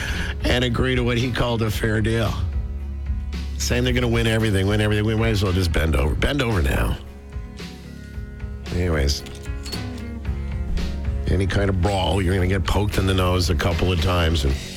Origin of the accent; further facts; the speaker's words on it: Canada; I, being Canadian and all